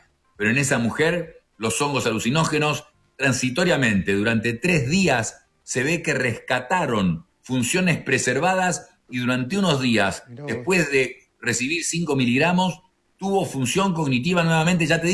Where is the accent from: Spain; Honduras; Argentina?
Argentina